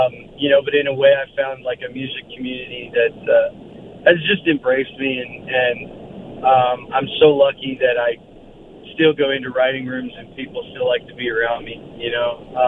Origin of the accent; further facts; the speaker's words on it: Alberta, Canada; Usually, I was a left winger, you know, growing up in Alberta